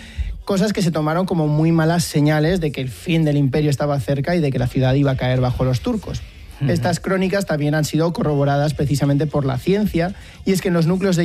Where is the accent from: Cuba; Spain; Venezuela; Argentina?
Spain; Zaragoza, Aragon; una de mi tierra